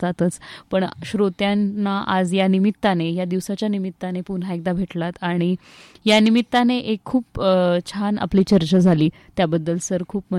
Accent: Ahmednagar, Maharashtra, India; कारण एक नगरकर म्हणून सुद्धा आपलं कर्तव्य आहे.

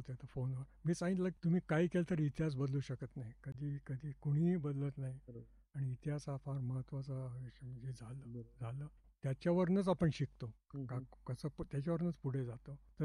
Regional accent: Ahmednagar, Maharashtra, India; moved away as an adult; now in France

